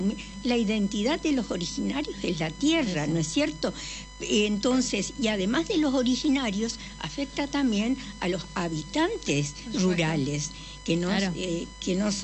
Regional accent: Argentina; cada provincia forma parte de toda una confederación que somos la Argentina

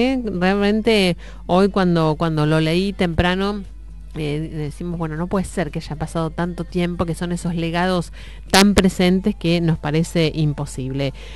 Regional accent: Argentina

